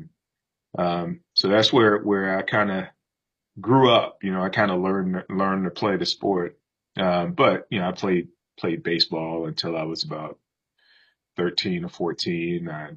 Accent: Hampton, Virginia, United States; I grew up in Hampton, Virginia, and spent the younger part of my life living in the Phoebus area of Hampton, where everything we played on the street.

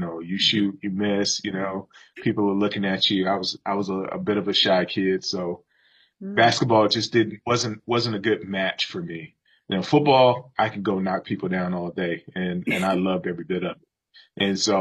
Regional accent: Hampton, Virginia, United States; I grew up in Hampton, Virginia, and spent the younger part of my life living in the Phoebus area of Hampton

